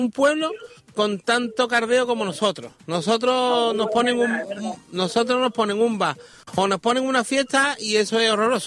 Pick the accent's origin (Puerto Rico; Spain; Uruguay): Spain; La Línea de la Concepción, Andalusia; los que somos de allí, los que somos de la línea, los que somos de aquí